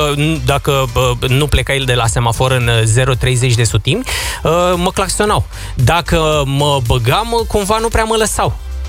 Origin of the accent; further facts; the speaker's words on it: Bucharest, Romania; Eu fiind născut și crescut în București.